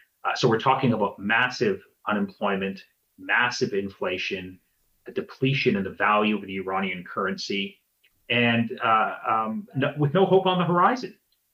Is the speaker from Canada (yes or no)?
yes; Canada